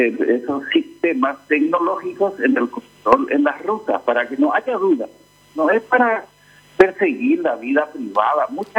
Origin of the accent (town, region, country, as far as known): Paraguay